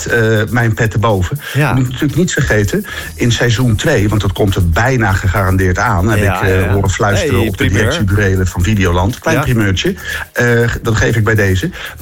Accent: Rotterdam, South Holland, Netherlands; voor mij als Rotterdammer

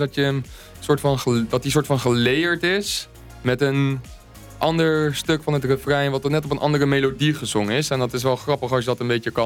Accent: Reeuwijk, South Holland, Netherlands; moved away as an adult; now in Spijkenisse, Netherlands; ik kom oorspronkelijk uit Reewijk. Dus dat ligt naast Gouda. Dat ligt net niet in Rijnmond, maar momenteel ben ik eigenlijk woonzaam in Spijkenisse.

